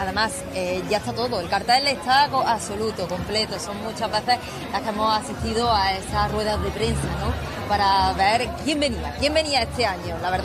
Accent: Córdoba, Andalusia, Spain; como buena cordobesa, ¿no?, y como buena andaluza

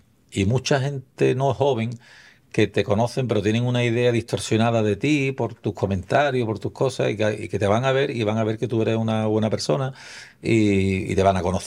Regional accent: Spain; Yo soy una persona que como somos los españoles, que nos calentamos algunas veces

